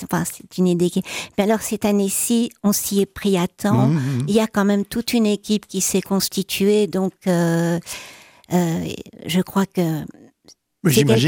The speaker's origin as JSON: {"language": "French", "town": "Liège", "region": "Wallonia", "country": "Belgium", "said": "quand on est liégeois, on est passionné par le patrimoine."}